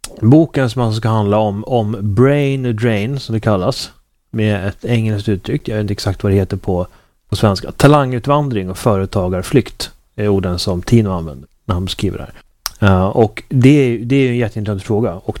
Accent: Sweden; Då kan vi bo i Sverige som jag egentligen ville, för det är mitt hemland

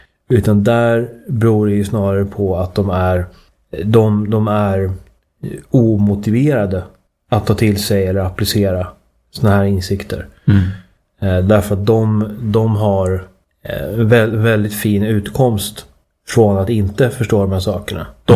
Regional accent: Uppsala, Uppsala County, Sweden; min hemstad Uppsala

